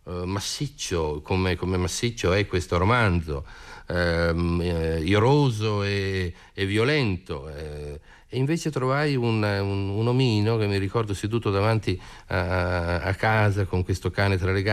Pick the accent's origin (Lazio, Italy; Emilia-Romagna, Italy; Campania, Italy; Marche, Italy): Emilia-Romagna, Italy; Parma; io sono di Parma